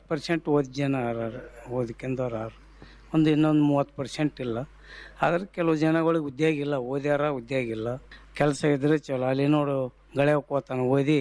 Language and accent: Kannada; Raichur district, Karnataka, India